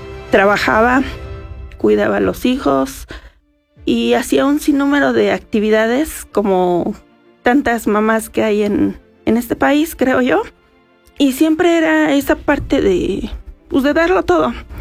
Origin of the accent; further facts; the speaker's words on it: Ixmiquilpan, Hidalgo, Mexico; Yo soy originaria de Ixmiquilpan, un municipio cercano aquí. Me vine a estudiar la preparatoria y después obviamente me quedé aquí a estudiar la carrera.